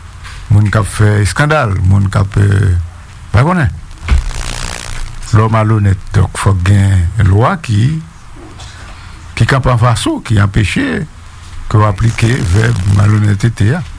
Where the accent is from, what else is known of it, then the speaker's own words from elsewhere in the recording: Haiti; Même si je suis dans un pays étranger, pourri que je suis haïtien.